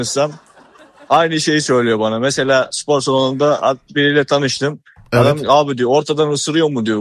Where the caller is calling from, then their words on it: İnegöl, Bursa, Turkey; Bursa İnegöl abi.